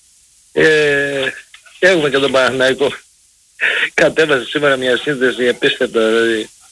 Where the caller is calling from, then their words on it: Germany; από Γερμανία.